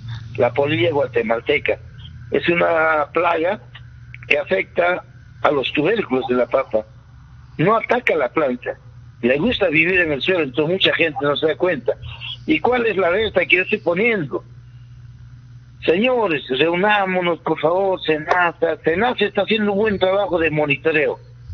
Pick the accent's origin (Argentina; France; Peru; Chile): Peru; Huánuco